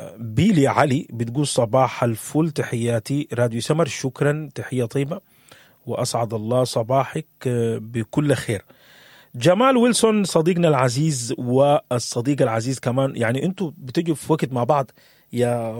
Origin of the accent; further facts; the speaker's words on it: Sudan; ولا زي ما بقول إحنا كسودانيين بس الحمد لله بنقول